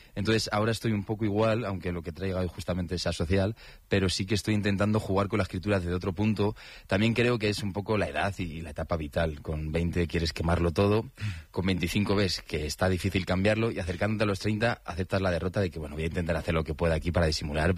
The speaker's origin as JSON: {"language": "Spanish", "town": "Leganés", "region": "Community of Madrid", "country": "Spain", "said": "yo soy de Leganés, San Nicasio, barrio."}